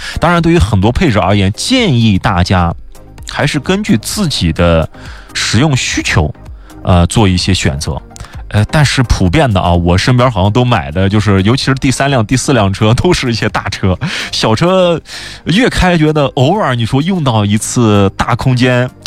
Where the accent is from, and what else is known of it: China